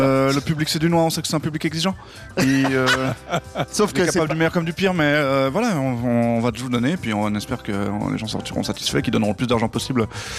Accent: Lausanne, Vaud, Switzerland; born there

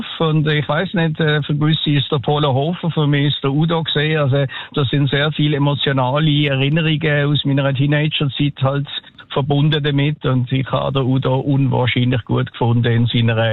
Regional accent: Lucerne, Switzerland

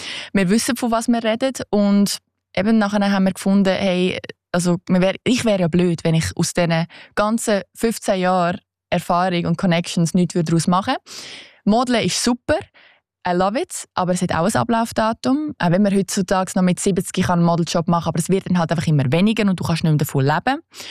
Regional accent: Switzerland; weil wenn du so als Schweizer in den Tee gehst und keine Ahnung hast.

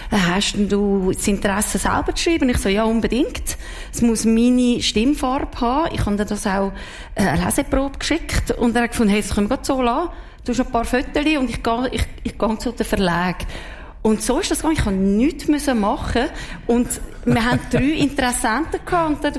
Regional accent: Switzerland

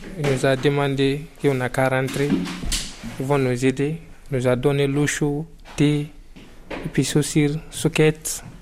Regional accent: Guinea; moved away as an adult; Je viens de Guinée-Conakry.

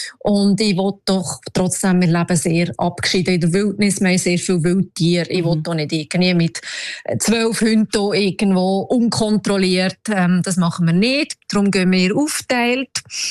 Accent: Romandy, Switzerland; first language French; German is a second language; moved away as an adult; now in Sweden; ich bin ja gebürtige Welsche, also Französisch meine Muttersprache

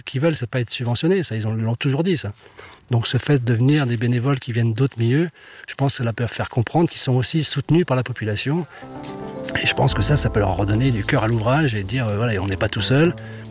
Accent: Nyons, Auvergne-Rhône-Alpes, France; De Nyons, dans la Drôme.

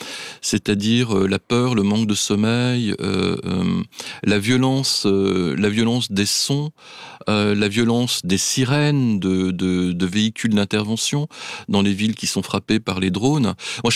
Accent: France

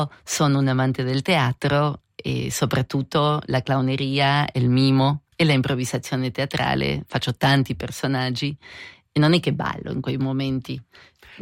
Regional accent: Argentina; Italian is a second language; Perché dall'Argentina avevo un'idea della Svizzera come un posto sterile.

